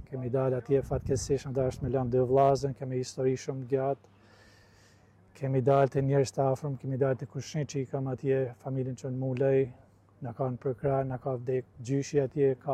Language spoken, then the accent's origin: Albanian; Hot, Shkodër County, Albania; moved away; Unë jam prej Malsis madhe, por jam prej Hotit.